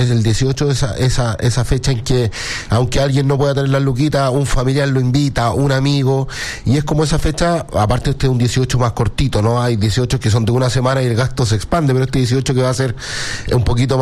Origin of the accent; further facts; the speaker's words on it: Chile; así que me parece que es de esas fechas que nos unen como chilenos